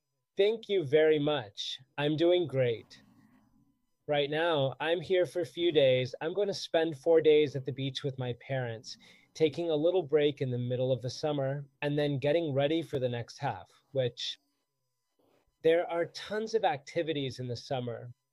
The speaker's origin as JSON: {"language": "English", "country": "Spain", "lives_now": "Madrid, Spain", "said": "I'm a priest of Opus Dei. I'm from Spain. I live in Madrid."}